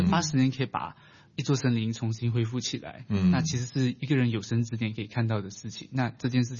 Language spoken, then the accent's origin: Chinese; Malaysia; 我是来自马来西亚的